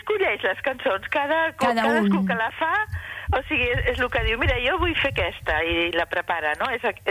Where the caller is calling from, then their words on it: Barcelona, Catalonia, Spain; soc de la Barceloneta